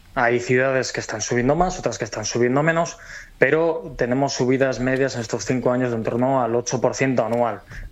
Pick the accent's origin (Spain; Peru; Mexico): Spain; Altea, Valencian Community; yo cuando empecé a estudiar, yo llegué, bueno, de un pueblito de Alicante, de Altea